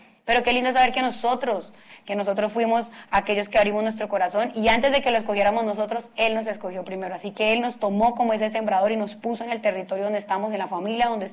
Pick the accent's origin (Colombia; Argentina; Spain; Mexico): Colombia